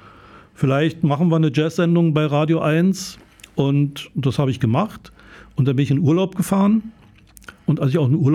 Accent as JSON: {"language": "German", "region": "East Germany", "country": "Germany", "said": "Ich ging dann nach Berlin zum SFB praktisch, war da als Ossi erstmal so ein bisschen, naja, was ist denn das für einer?"}